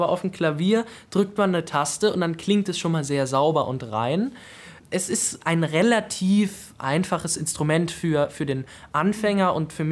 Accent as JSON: {"language": "German", "town": "Weimar", "region": "Thuringia", "country": "Germany", "tie": "born or raised there", "said": "die Quelle ist Weimar. Also, das ist mein Ursprung, wo ich herkomme"}